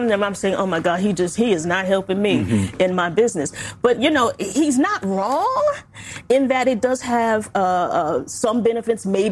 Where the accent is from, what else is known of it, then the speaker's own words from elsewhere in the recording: New York City, New York, United States; I'm from Brooklyn.